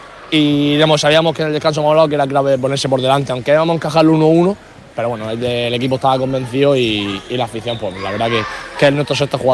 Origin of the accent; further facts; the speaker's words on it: Region of Murcia, Spain; yo como murciano me siento súper orgulloso